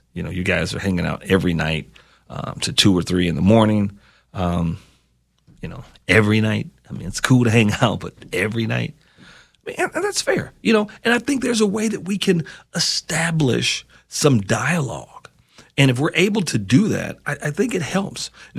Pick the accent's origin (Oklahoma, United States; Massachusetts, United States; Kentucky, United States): Kentucky, United States; Harlan County; I'm from Harlan County.